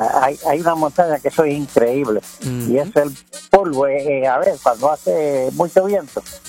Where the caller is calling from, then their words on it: Aguadilla, Puerto Rico; De Playuela, Borinquen.